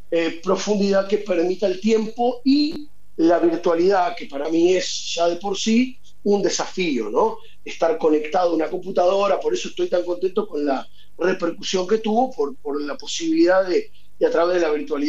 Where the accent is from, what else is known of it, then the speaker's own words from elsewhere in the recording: Temperley, Buenos Aires Province, Argentina; yo soy de Temperley, ¿no?